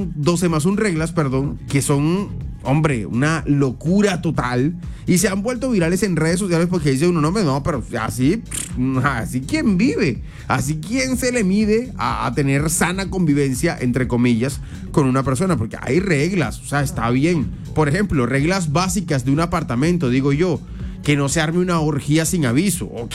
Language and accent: Spanish; Valledupar, Cesar, Colombia; Yo soy de Valledupar